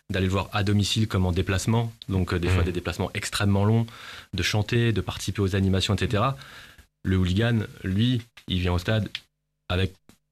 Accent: Metz, Grand Est, France; Moi, je suis originaire de Metz.

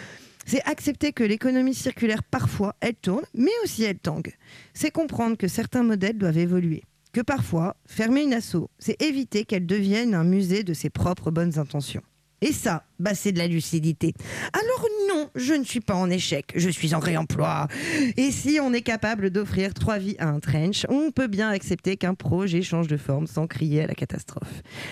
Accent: Hauts-de-France, France; Moi, je suis une belle betterave du Nord. Oui, je viens du Nord

